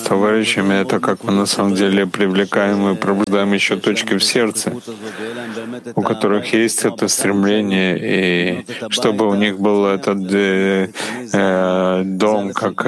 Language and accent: Russian; Jerusalem, Jerusalem District, Israel; Это самый большой вызов, по крайней мере, у нас тоже, я из Иерусалима.